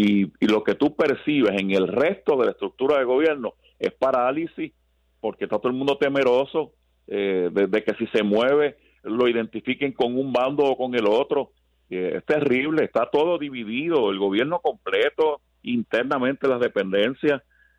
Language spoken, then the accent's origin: Spanish; Puerto Rico; me duele profundamente como puertorriqueño, como servidor público de toda la vida